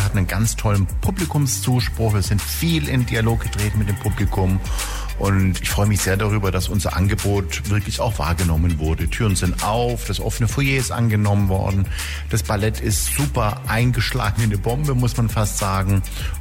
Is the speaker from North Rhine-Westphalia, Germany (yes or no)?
no; Stuttgart, Baden-Württemberg, Germany; moved away as an adult; now in Hanover, Germany; Ich als Stuttgarter bin ja auch Südeuropäer gewissermaßen hier vom Blick Hannovers aus.